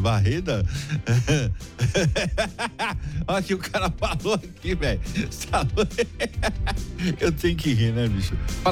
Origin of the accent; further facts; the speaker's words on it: Rio Grande do Sul, Brazil; Eu sou do Rio Grande do Sul